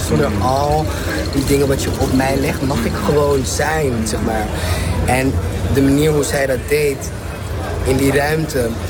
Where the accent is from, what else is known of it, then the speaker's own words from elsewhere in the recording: Netherlands; Want ik ben opgegroeid in de ACC en mijn ouders hebben dat achter moeten laten.